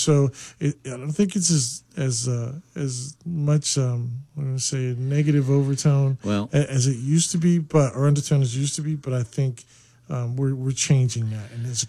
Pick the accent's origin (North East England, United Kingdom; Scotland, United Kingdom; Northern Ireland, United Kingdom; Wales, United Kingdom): North East England, United Kingdom; Newcastle; well, you know, I'm from Newcastle, right?